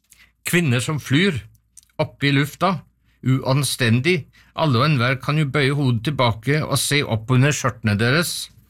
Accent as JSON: {"language": "Norwegian", "town": "Seljord", "region": "Vestfold og Telemark", "country": "Norway", "said": "Jeg kommer fra en liten plass i Seljord, og jeg kommer litterært fra Frankrike, og også England og andre steder, men det internasjonale påvirkninger og røttene i Telemark, i Seljord"}